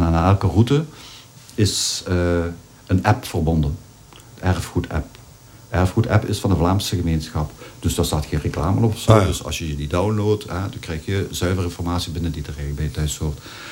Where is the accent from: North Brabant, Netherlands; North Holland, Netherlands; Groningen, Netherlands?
North Brabant, Netherlands; Ja, dat is eigenlijk. We komen uit de Maasland. En Rauwen Heijzen is ook uit de Maaskant, maar dan aan de andere kant van de Maas.